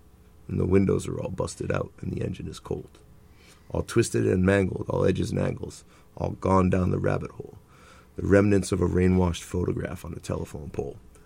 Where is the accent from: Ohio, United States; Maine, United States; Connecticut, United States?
Connecticut, United States; moved away as an adult; also born or lived in Los Angeles; I grew up here in Connecticut, and then I went to school for music.